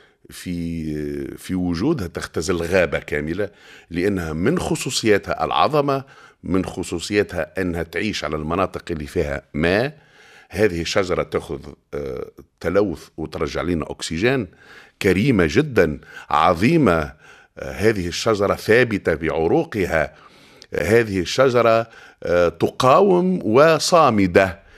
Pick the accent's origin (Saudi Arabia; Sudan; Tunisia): Tunisia; Le Kef, Kef Governorate; هذيك بلادنا وهذيك حومتنا وذاك موطأ معناها القدم وهذاك مسقط الرأس